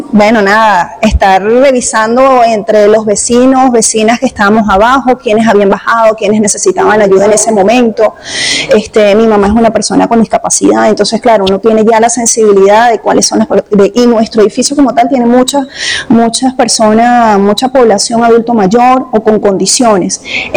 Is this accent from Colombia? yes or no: no; Venezuela; yo soy orgullosamente venezolana, orgullosamente venezolana.